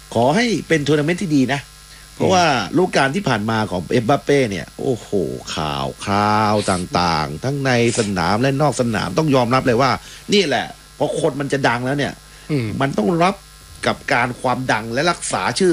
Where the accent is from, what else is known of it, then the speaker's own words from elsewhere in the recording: Southern Thailand, Thailand; ใช่ถ้าสวนยางเนี่ยผมก็เป็นคนใต้เหมือนกันก็เรียกว่าตอนกลางคืนในช่วงนี้เนี่ยใช่เลยเวลาที่ชาวสวนยาง